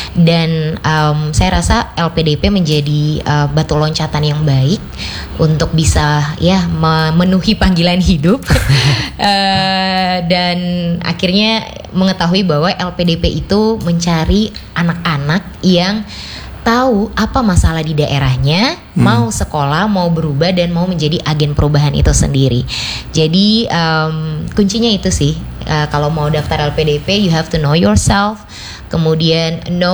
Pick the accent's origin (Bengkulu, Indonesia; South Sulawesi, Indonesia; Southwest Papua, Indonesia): Southwest Papua, Indonesia; mama asli orang Moi, jadi saya orang Moi